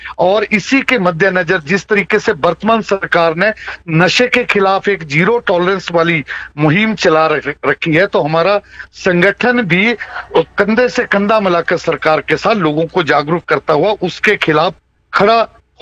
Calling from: Yol, Himachal Pradesh, India; मैं योल कैंट का रहने वाला हूँ

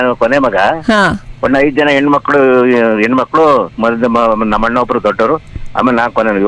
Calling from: Hassan district, Karnataka, India; ಅತ್ತಿಜೆ, ಹುಳೇಶ್ಪುರ ತಾಲೂಕು ಹಾಸನ ಜಿಲ್ಲೆ 513-211.

